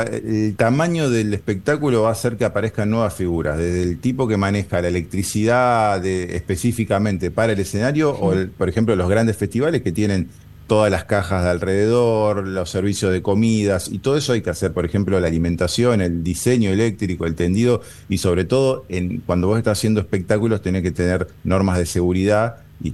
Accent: Rosario, Santa Fe, Argentina; moved away; also born or lived in Buenos Aires; yo soy de Rosario y tuve que irme a vivir a Buenos Aires para poder estudiar.

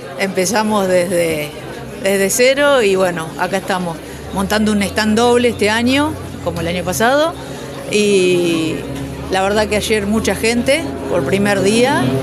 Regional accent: Chabás, Santa Fe, Argentina; estamos acá cerca, somos de Chabás

